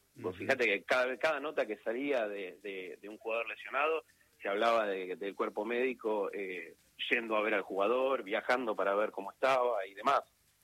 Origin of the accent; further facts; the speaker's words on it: Argentina; el argentino en general, porque somos todos hinchas